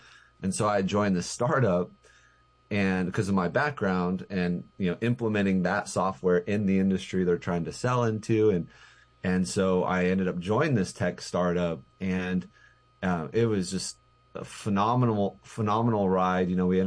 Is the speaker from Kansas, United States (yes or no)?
no; Albuquerque, New Mexico, United States; I came from Albuquerque. We have family in, you know, Colorado, other places.